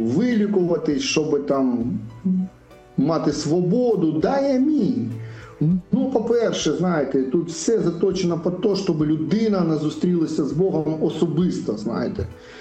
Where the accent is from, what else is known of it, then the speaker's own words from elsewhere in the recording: Crimea, Ukraine; born there; І я сам теж, сам теж переселенець. Чого? Бо я народився в Криму, от, дружина моя з Херсонської області